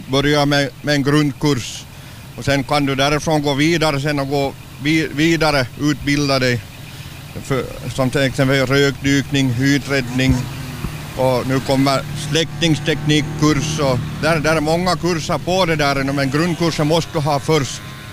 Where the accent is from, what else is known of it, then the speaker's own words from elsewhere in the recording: Houtskär, Southwest Finland, Finland; jag är hemma från Hotskär egentligen och där är grunderna egentligen